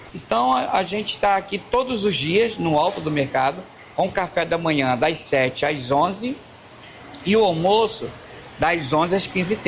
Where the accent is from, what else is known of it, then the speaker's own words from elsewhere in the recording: Rio de Janeiro, Brazil; born there; now in Amazonas, Brazil; eu sou carioca de certidão e amazonense de coração.